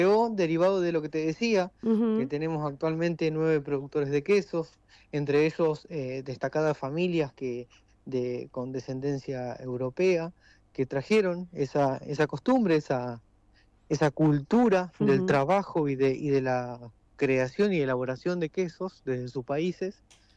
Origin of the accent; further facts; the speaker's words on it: Buenos Aires Province, Argentina; Somos un partido muy característico porque tenemos infinidad de cosas por conocer. Somos muy pequeños en población, pero tenemos, es sorprendente para el viajante, para el visitante, ver la diversidad cultural con la que contamos